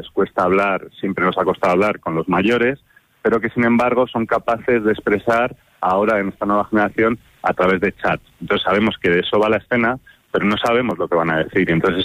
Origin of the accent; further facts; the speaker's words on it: Madrid, Community of Madrid, Spain; now in Olite, Spain; Claro, yo vengo de Madrid.